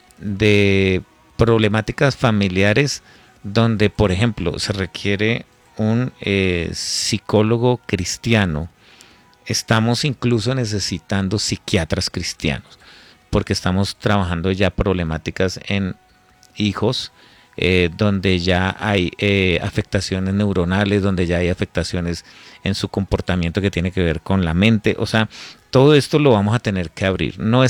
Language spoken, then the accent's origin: Spanish; Colombia; lo que yo más extraño de mi Colombia es mi barrio